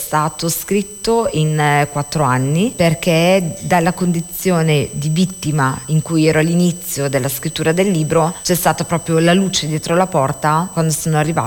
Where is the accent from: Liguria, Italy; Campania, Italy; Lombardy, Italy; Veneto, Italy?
Lombardy, Italy; Gorgonzola; Vengo da un paese in provincia di Milano che si chiama Gorgonzola.